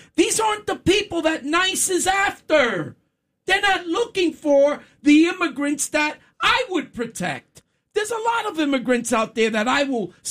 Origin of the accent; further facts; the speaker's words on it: New York, United States; I come from the outer boroughs, from the inner city, from you know, hell growing up as a kid, okay?